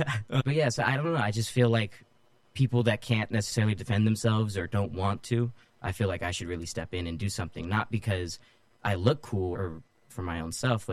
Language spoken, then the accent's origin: English; Modesto, California, United States; also born or lived in Hayward, California / Keyes, California / Turlock, California; So I'm originally from Hayward, California, but I moved when I was probably about 3 or 4 years old to Keys, which is a city in between Ceres and Turlock. But then I only stayed there for a little bit till I moved to Modesto. So I've lived in Modesto for about 14 years.